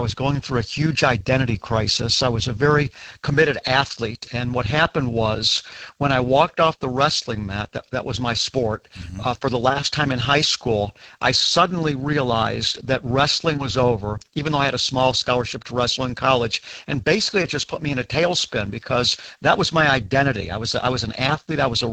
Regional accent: United States; as an American

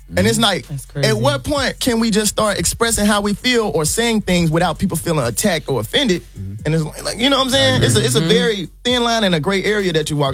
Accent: Jackson, Mississippi, United States; I'm from Jackson.

